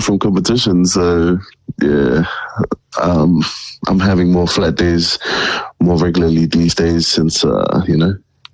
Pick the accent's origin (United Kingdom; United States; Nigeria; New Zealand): New Zealand; being a New Zealander